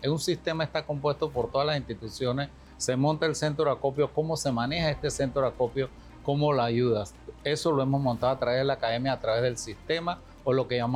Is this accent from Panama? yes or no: yes; Panama; ¿Qué hacemos nosotros como panameños?